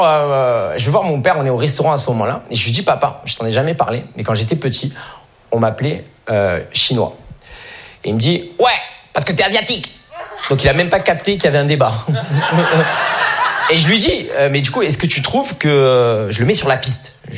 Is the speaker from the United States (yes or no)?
no; France; born there; also born or lived in Germany; je suis né en Allemagne, voilà. Et là-bas, tu peux choisir entre le nom du père et le nom de la mère. Ma mère, française, elle savait que j'allais être éduquée en France.